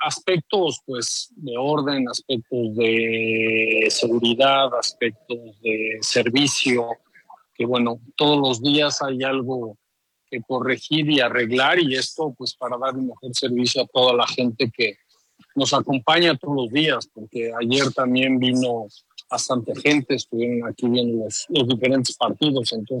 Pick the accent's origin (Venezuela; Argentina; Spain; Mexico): Mexico; nosotros como mexicanos